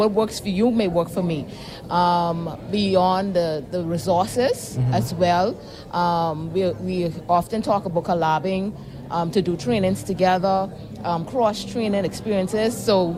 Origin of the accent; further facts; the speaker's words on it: Bahamas; I am from the Bahamas, your next-door neighbor.